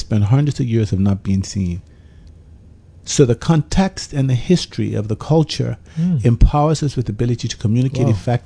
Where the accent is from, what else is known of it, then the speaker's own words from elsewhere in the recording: Bermuda; growing up in Bermuda